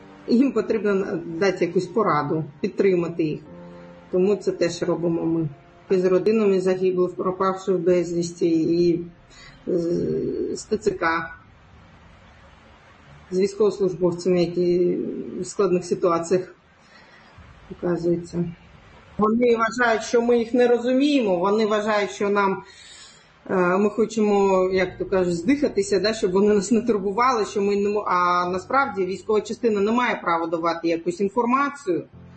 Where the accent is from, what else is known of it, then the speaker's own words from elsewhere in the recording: Crimea, Ukraine; Я кримська татарка, ми мусульмані всі.